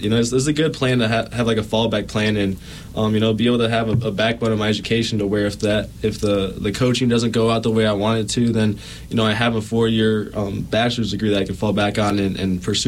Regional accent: Muskegon, Michigan, United States; moved away as an adult; now in Virginia, United States; So I'm from Muskegon, Michigan originally.

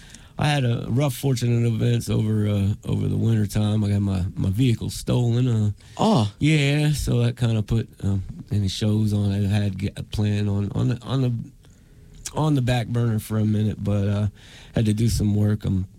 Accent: Shamokin, Pennsylvania, United States; also born or lived in Boston; I'm from Shamokin, Pennsylvania.

